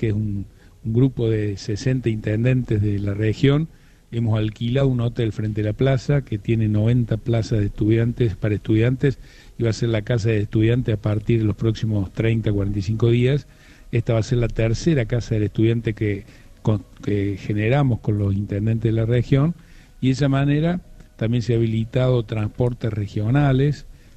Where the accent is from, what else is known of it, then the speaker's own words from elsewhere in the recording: La Palestina, Córdoba, Argentina; now in Villa María, Argentina; Porque yo vengo de un pueblito de la Palestina, llegué a Villa María, y a partir de ahí, después la vida me llevó a ser un estudiante universitario